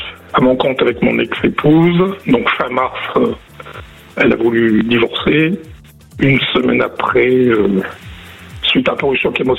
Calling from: Auvergne-Rhône-Alpes, France; De Haute-Loire.

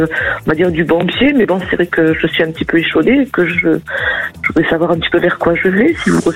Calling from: Occitanie, France; Dans le Gard.

